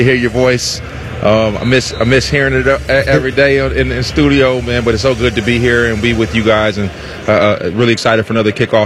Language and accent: English; Minnesota, United States; Well, I'm from Minnesota, so you know, it's not like growing up in Houston or you know, Dallas or Miami or LA, where you have these like hotbeds of you know, the best athletes in the country.